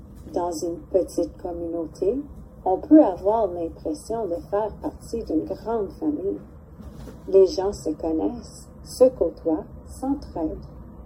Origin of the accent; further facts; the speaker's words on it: Geraldton, Ontario, Canada; Je suis une fille du Nord. Je suis née à Geraldton et j'y ai grandi.